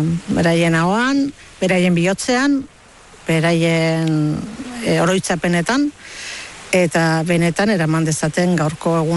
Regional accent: Lesaka, Navarre, Spain; born there; also born or lived in Dixon, California, United States; Julianek 7 urte, Beñardo lau, eta ni bi … itzuli ginen Lesakara

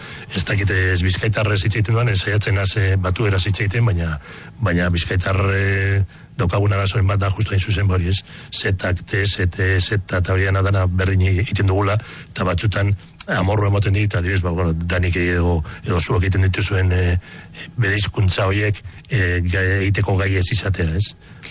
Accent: Amorebieta-Etxano, Basque Country, Spain; Basque is a second language; moved away as an adult; now in Mungia, Spain; izatez Zornotzarra, Amorebieta etxanokoa, oin urte nahiko txuia mungia partean bizinaz

